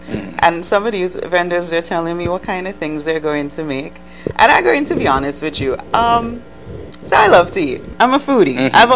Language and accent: English; Coolidge, Saint George, Antigua & Barbuda; now in McKinnon's, Antigua; my entire childhood, my life, everything was built in the north. You know, I grew up in Coolidge. I spent most of my summers in McKinnon's. I live in McKinnon's. I have family in Yorks. I have family in Hodges Bay, Blue Water, all of that.